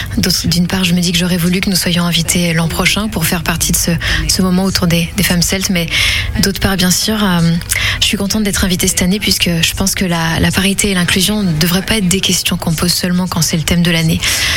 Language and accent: French; North East England, United Kingdom; French is a second language; une petite cornemuse qui vient de ma région d'origine, le Northumberland, au nord-est de l'Angleterre